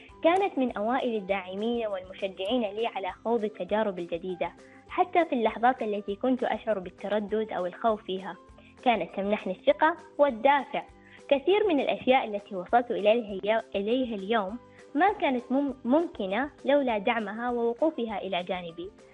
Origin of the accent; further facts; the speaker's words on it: Oman; ولا أنسى بلادي عمان